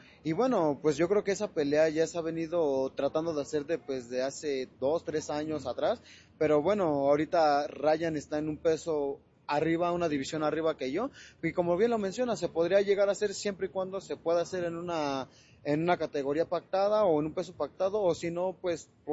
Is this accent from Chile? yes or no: no; Mexico; nosotros somos mexicanos y sí, por eso nos están poniendo en la élite del boxeo mexicano, ¿no?